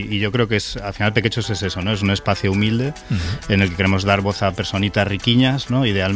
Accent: A Coruña, Galicia, Spain; Va a ser porque soy de Coruña, sí, Pedro.

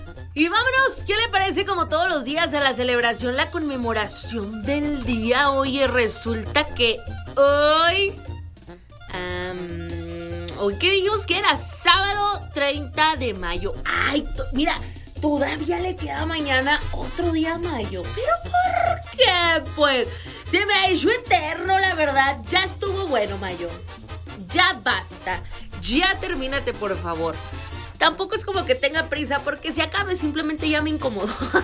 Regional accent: Mexico

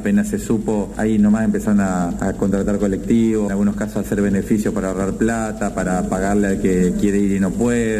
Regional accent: Argentina

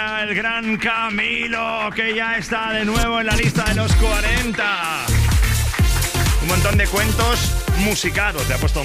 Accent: Barcelona, Catalonia, Spain; en el Palau Sant Jordi el día 20 de noviembre en mi tierra, en Barcelona.

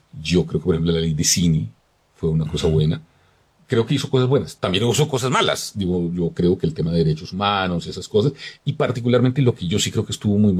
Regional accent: Bogotá, Colombia; Pues yo nací en un inquilinato en Fontibón. Viví en Kennedy, en el barrio de las Américas. Luego viví en el barrio Bavaria. Luego viví en el Bosque Popular.

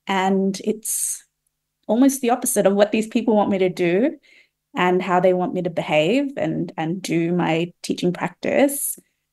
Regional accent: Sydney, New South Wales, Australia; also born or lived in London; I went to school with a lot of other Tamil people. I grew up in Homebush and Strathfield or that area.

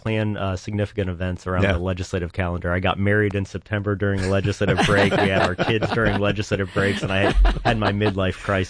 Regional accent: Ohio, United States; moved away as an adult; now in New Albany, United States; So my wife and I, we live in New Albany. We have two young kids, and they go to New Albany schools. Mm-hmm. And I'm originally from Eastern Ohio, so I didn't really have ties to the Central Ohio area

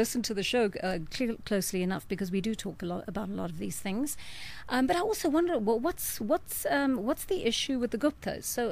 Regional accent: South Africa; I, as a South African citizen, was not up for that.

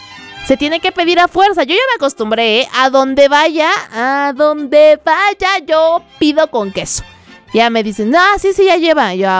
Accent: Mexico City, Mexico; siendo chilanga, he pedido quesadillas y me la dan sin queso.

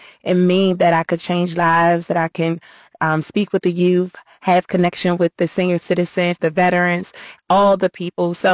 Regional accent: Prince George's County, Maryland, United States; Growing up in Prince George's County, we had a two-bedroom apartment. It was about 20 of us in that apartment, no lie.

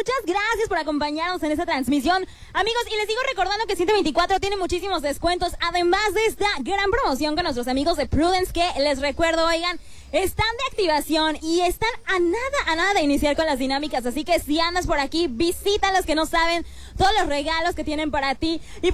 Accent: Mexico; nosotros terminamos con las celebraciones como buenos mexicanos, oigan, a nosotros nos encanta la pachanga

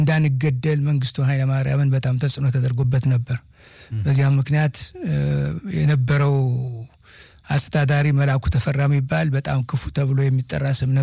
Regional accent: Amhara, Ethiopia; also born or lived in Gondar; ከዚያ ተወልጄ ወደ ብርዋክስ ወደሚባል ቦታ ልጅነታችን አባታችንና እናታችን ለቀው አዲስ ቦታ ሲቆረቁሩ ከዚያ ቆርቁረን አምቦቨር ትምህርት ቤት እስከ ስድስተኛ ክፍል ድረስ

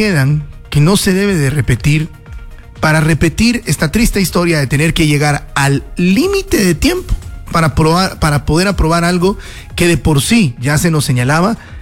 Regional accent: Guatemala; nosotros como guatemaltecos

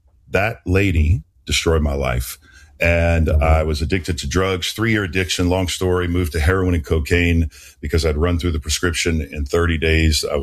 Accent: New Orleans, Louisiana, United States; My life story, my background is I was raised in New Orleans and Roman Catholic, very religious, went to church every Sunday

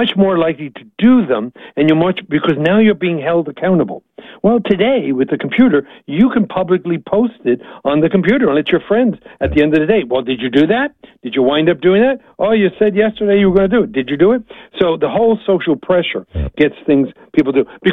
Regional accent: New York, United States; I talk fast. I'm from New York, so I can do this.

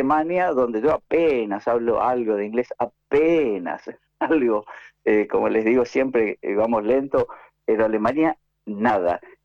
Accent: Posadas, Misiones, Argentina; now in Buenos Aires, Argentina; Yo me vine de Posadas como que estuviera ahí, a hacer la especialidad en el Hospital Tornú

